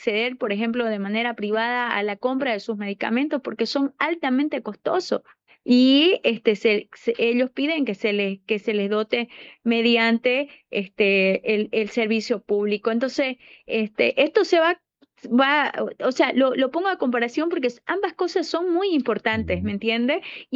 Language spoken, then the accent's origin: Spanish; Bolivia; lo que nosotros necesitamos como bolivianos